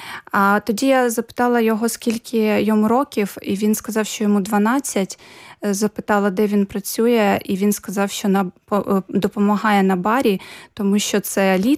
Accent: Mykolaiv, Mykolaiv Oblast, Ukraine; moved away as an adult

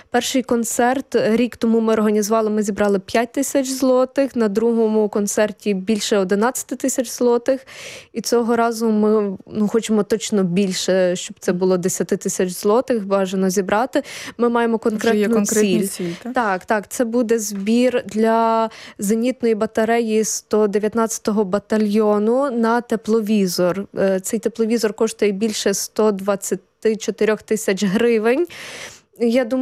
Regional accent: Ternopil Oblast, Ukraine; born or raised there; also born or lived in Kyiv

